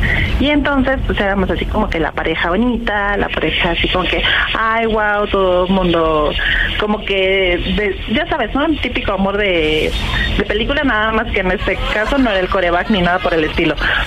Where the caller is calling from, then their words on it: Mexico City, Mexico; Soy de aquí, de Ciudad de México.